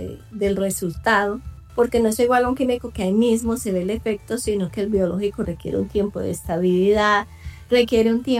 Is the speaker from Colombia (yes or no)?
yes; Cúcuta, Norte de Santander, Colombia; Yo estudié en la Universidad Francisco de Paula Santander en Cúcuta, soy cucuteña.